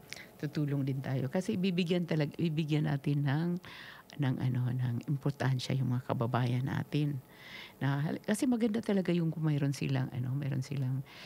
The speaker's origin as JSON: {"language": "Tagalog", "town": "Las Piñas", "region": "Metro Manila", "country": "Philippines", "said": "Taga Las Piñas kami sa Metro Manila."}